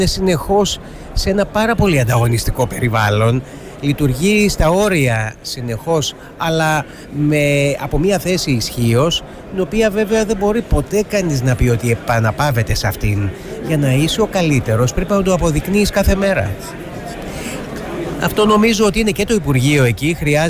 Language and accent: Greek; Greece; το οποίο είναι το πρώτο που με ενδιαφέρει σαν Έλληνας.